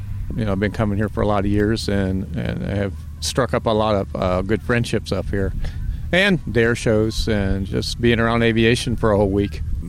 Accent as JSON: {"language": "English", "town": "Gambier", "region": "Ohio", "country": "United States", "said": "I'm from Gambier, Ohio."}